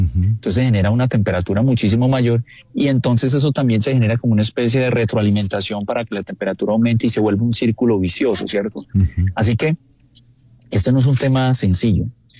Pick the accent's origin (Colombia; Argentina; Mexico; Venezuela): Colombia; Créanme que como colombianos deberíamos sentirnos orgullosos que en los últimos 10 años